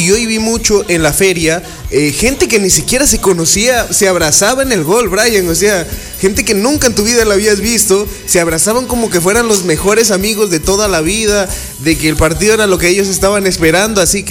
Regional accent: Ecuador; todos somos ecuatorianos amarillos, un solo escudo

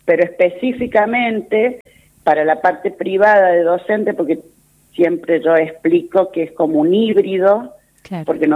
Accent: San Juan, Argentina; moved away as an adult; now in Chubut, Argentina

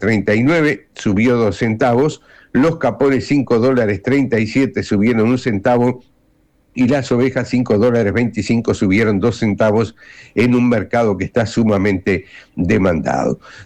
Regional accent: Uruguay

